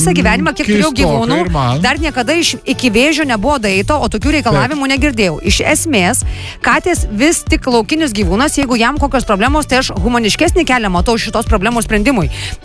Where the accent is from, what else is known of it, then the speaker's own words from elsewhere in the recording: Jurbarkas, Tauragė County, Lithuania; Aš iš Jurbarko.